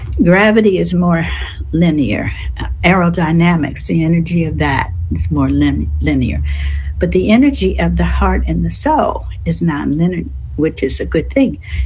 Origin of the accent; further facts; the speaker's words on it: Chicago, Illinois, United States; now in California, United States; I'm in California, but I'm praying for the person that's in Boston or Chicago, my hometown.